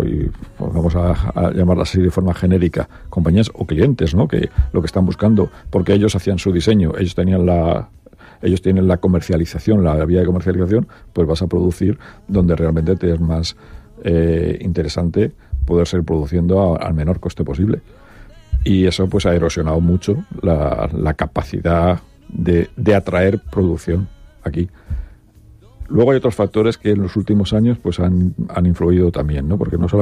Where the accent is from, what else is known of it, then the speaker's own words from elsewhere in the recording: Elda, Valencian Community, Spain; quizá nosotros porque somos muy de Elda, hablamos del calzado y tenemos esa imagen gloriosa